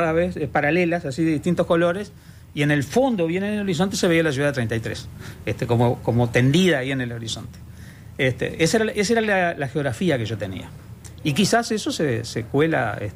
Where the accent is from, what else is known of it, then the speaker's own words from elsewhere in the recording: Treinta y Tres, Uruguay; born there; now in Montevideo, Uruguay; Yo allá estaba, geográficamente, te comentaba, en una situación un poco extraña, porque la casa de mi viejo, de mis padres, estaba en el límite exacto donde empezaba unos ramales de la Cuchilla de Dionisio